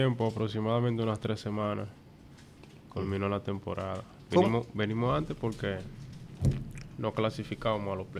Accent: Baní, Peravia, Dominican Republic; nacido y crecido aquí en Baní.

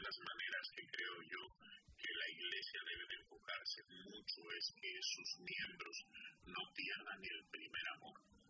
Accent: Peru; now in United States

